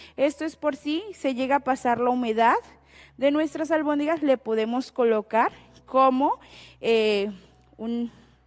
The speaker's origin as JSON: {"language": "Spanish", "country": "Colombia", "said": "soy colombiana"}